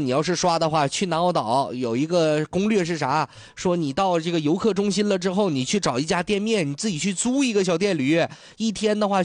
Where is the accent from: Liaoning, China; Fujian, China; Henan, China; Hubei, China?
Liaoning, China; Dalian; 作为一个大连人啊